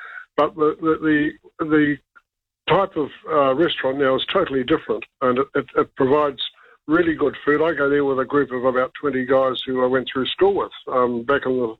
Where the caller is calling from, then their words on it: Wellington, New Zealand; I'm calling from Wellington.